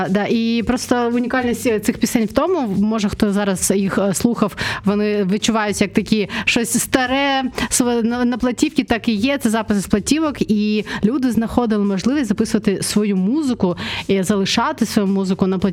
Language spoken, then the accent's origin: Ukrainian; Simferopol, Crimea, Ukraine; І всі, хто сумує за Кримом так, як я, а я з Криму, Сімферополю